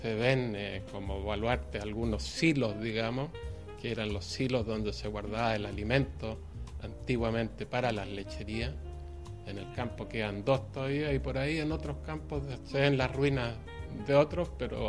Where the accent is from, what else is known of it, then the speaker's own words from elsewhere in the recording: San Pedro, Valparaíso, Chile; yo siempre he estado viviendo en el campo, en la zona de San Pedro. Se llama Fundo Las Cruzadas originalmente, hoy día con los tiempos y la cosa más empresarial se llama Agrícola Las Cruzadas.